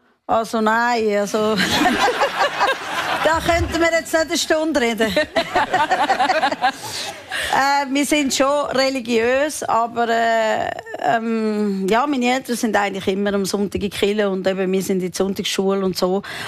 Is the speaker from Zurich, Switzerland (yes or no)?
yes; Meilen, Zurich, Switzerland; Wir sind nicht direkt am See ja, aufgewachsen. Also ja, ich meine, ja, ich bin Meilen.